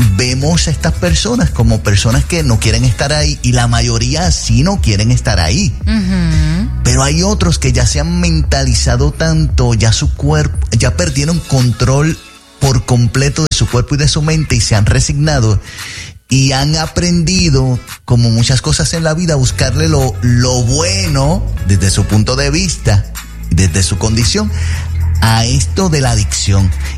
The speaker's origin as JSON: {"language": "Spanish", "town": "Bayamón", "country": "Puerto Rico", "tie": "born or raised there", "said": "En el residencial público donde yo me crié, por allá en Brisas de Bayamón, en Puerto Rico"}